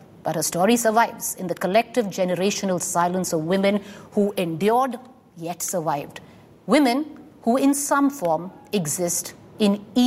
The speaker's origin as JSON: {"language": "English", "region": "Haryana", "country": "India", "said": "I come from Haryana."}